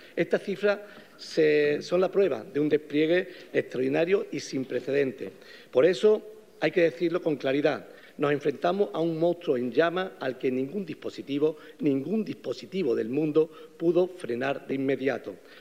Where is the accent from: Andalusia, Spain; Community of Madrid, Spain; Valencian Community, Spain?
Andalusia, Spain; mi tierra, la provincia de Huelva